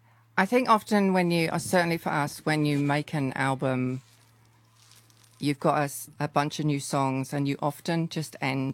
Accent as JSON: {"language": "English", "town": "Ely", "region": "East of England", "country": "United Kingdom", "tie": "born or raised there"}